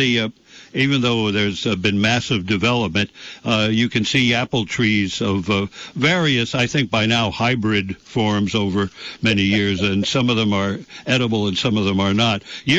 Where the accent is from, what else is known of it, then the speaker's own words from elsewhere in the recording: New York City, New York, United States; growing up in the Bronx, all I knew was doo-wop and the pool halls